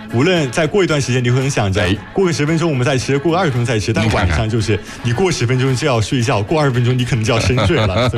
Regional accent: Yichang, Hubei, China

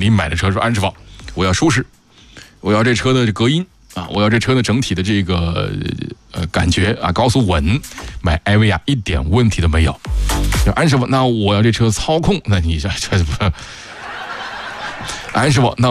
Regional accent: Hulunbuir, Inner Mongolia, China; 因为我老家以前叫做呼伦贝尔盟，后来改盟改市，就变成了呼伦贝尔市。

